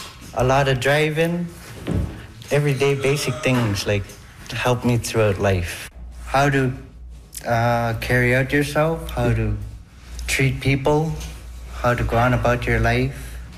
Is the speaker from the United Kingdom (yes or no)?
no; Cambridge Bay, Nunavut, Canada; I am from Cambridge Bay, Nunavut, born and raised.